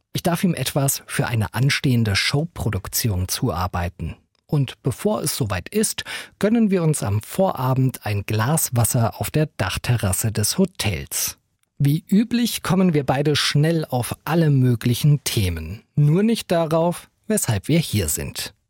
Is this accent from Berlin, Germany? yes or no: no; Bad Zwischenahn, Lower Saxony, Germany; Dort geht es doch konfessionsstatistisch so zu wie im nördlicher gelegenen Bad Zwischenahn, wo ich aufgewachsen bin. Dort ist es so evangelisch, dass man nicht mal ahnt, dass es einen Konkurrenzclub gibt.